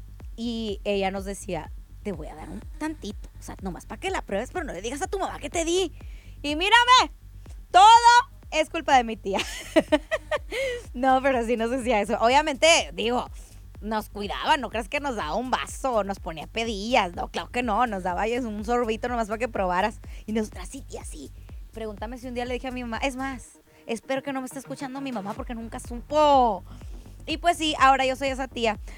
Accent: Mexico; Eso somos los mexicanos. Pero también somos bien buena onda. O sea, somos bien fiesteros, bien amigueros.

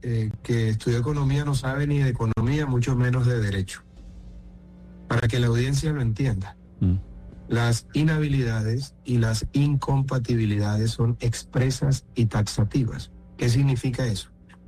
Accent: Colombia; born there; yo nací en Colombia. Yo soy ciudadano por nacimiento. Cumplo los tres requisitos. Mayor de 30 años, ciudadano por nacimiento

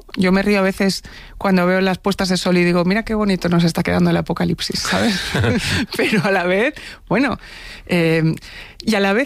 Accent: Barcelona, Catalonia, Spain; moved away as an adult; also born or lived in Buenos Aires; now in Madrid, Spain; Yo no soy una migrante de segunda generación, porque yo, por más que nací en Buenos Aires, he crecido en Barcelona prácticamente toda mi vida hasta que me vine aquí a Madrid.

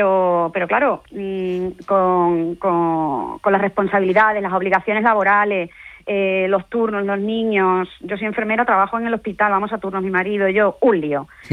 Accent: San Fernando, Andalusia, Spain; moved away as an adult; also born or lived in Menorca; now in Albacete, Spain; Yo nací en Cádiz, bueno, nací en San Fernando, estudié la carrera, soy enfermera. No tuve la oportunidad de poder trabajar allí en el Sistema Nacional de Salud, me tuve que ir a Menorca. Por circunstancias de la vida, me tuve que venir aquí a Albacete. Desde hace 19 años

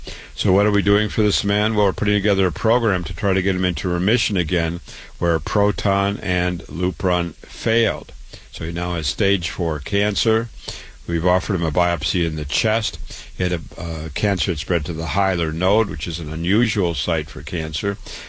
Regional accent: Waterloo, Iowa, United States; I was born and raised in Waterloo, Iowa. I went to public schools

